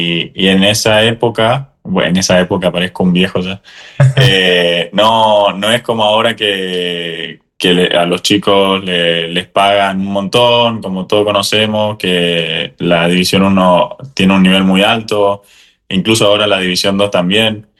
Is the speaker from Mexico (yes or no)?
no; Argentina; born or raised there; also born or lived in United States; now in Spain